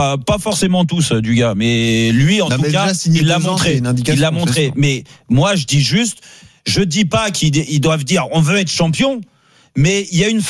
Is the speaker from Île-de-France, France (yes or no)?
yes; Paris, Île-de-France, France; en vivant à Paris, moi je suis parisien